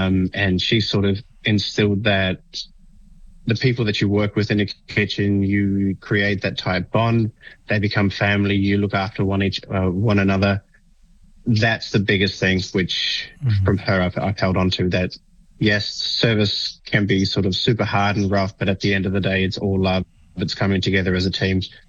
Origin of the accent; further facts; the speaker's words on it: Australia; born there; So I was born in Australia. My mum's from the Cook Islands. My dad's from Europe, raised in the Cook Islands.